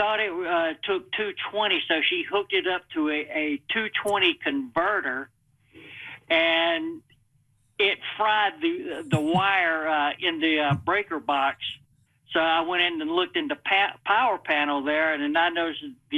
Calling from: Pinnacle, North Carolina, United States; I'm calling from Pinnacle, North Carolina.

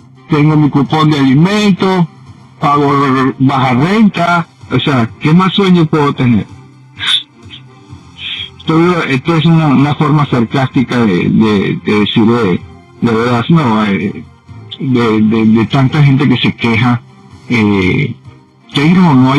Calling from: Orlando, Florida, United States; Estoy llamando de Orlando, de aquí de Orlando, Florida.

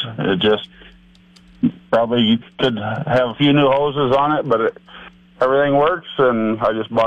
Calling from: Sanborn, Iowa, United States; from Sanborn, Iowa.

